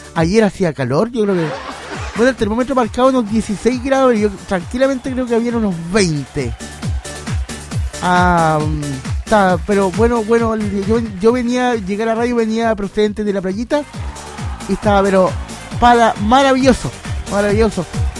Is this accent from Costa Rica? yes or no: no; Coronel, Biobío, Chile; born there; cuando estaba en el Liceo de Coronel